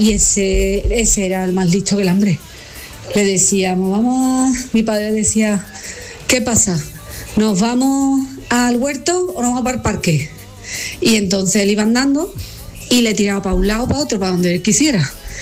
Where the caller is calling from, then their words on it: Seville, Andalusia, Spain; de Sevilla.